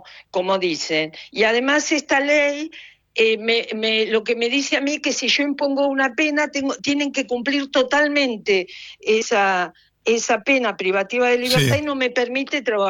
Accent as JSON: {"language": "Spanish", "region": "Buenos Aires Province", "country": "Argentina", "said": "yo soy bonaerense y trabajo dentro de la provincia de Buenos Aires y vengo todos los días al juzgado."}